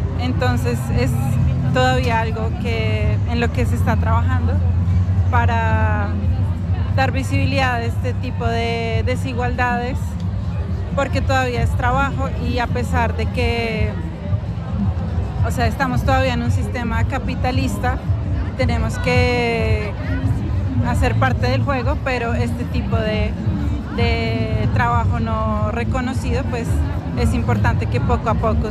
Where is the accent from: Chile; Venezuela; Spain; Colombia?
Colombia; soy colombiana.